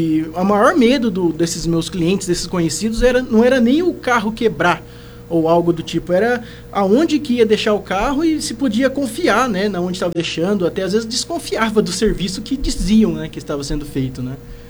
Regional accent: Brazil; hoje ali no Santa Cecília, onde eu fui criado praticamente minha vida inteira

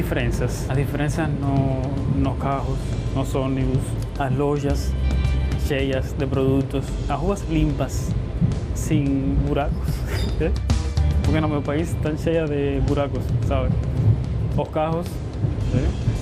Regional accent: Cuba; now in Brazil; Eu saí de Cuba, eu peguei 2 aviões. O primeiro voo foi de Cuba até Trinidad e Tobago. Isso é uma ilha que está perto da Venezuela. Aí peguei outro voo para Guiana, né, o país. E ali peguei uma van até Roraima, já no Brasil.

